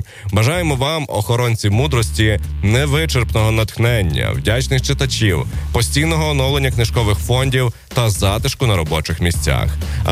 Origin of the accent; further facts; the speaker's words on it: Hlyboka, Chernivtsi Oblast, Ukraine; я сам з Глибокої